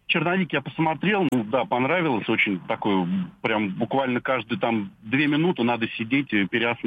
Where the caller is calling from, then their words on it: Moscow, Russia; из Москвы.